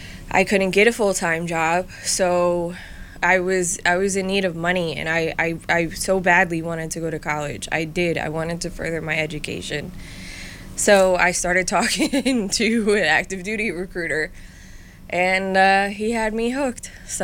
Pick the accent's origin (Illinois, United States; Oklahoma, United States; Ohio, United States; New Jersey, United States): New Jersey, United States; North Brunswick; also born or lived in California; I was born in California, but raised in North Brunswick, New Jersey. I usually tell people, since I have the accent and the attitude, that's it.